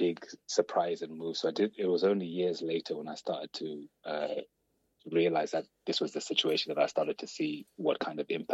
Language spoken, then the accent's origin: English; Zimbabwe; I think this is growing up in Zimbabwe anyway at that time.